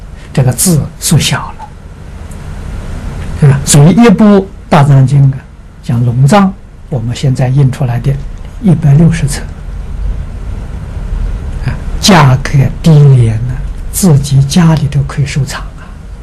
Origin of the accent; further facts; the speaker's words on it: Anhui, China; moved away; 我们家乡啊，好像安徽省呢